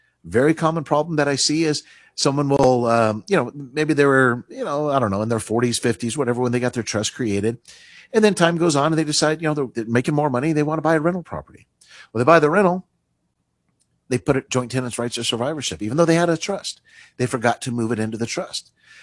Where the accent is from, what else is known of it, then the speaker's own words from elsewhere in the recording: Reno, Nevada, United States; moved away; I was raised in Reno, moved away, and then came back and opened the office in, 2004, I guess it was.